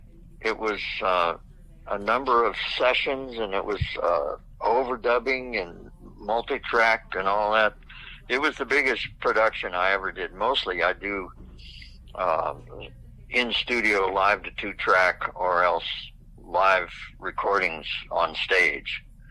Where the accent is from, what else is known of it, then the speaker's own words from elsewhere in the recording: Yellow Springs, Ohio, United States; Well, I grew up in a little town of Yellow Springs, Ohio, southwestern part of the state, and got into folk music.